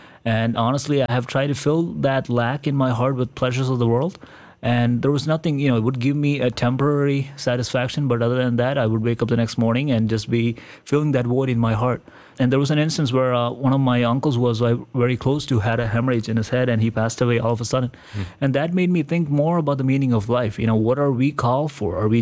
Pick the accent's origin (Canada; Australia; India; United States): India; And even being growing up in India, I understand the culture of India and how the people of India think.